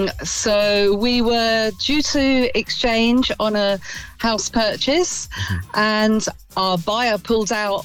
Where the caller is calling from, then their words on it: Welwyn Garden City, East of England, United Kingdom; I'm calling from Welwyn Garden City.